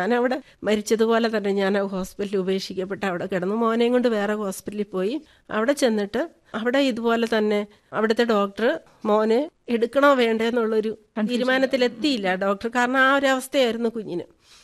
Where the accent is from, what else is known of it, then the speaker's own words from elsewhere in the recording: Rajakkad, Kerala, India; ഇടുക്കിയിലാണ്, Idukki Rajakkad.